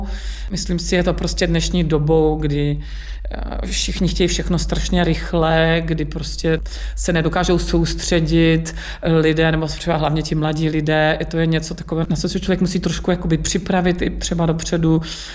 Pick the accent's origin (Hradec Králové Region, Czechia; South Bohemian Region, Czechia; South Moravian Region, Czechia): South Moravian Region, Czechia; Brno; která jsem vyrůstala v Brně a vlastně na Moravě ta lidová píseň byla ještě, myslím si, že víc třeba přítomná než v Praze nebo někde v Čechách